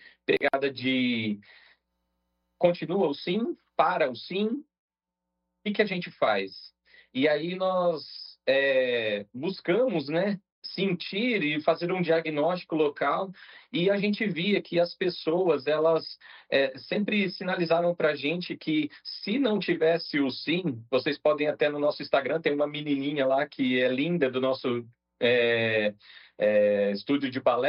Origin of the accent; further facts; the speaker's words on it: São Paulo, Brazil; moved away as an adult; now in Piauí, Brazil; Eu sou do interior de São Paulo, sou formado em administração de empresa.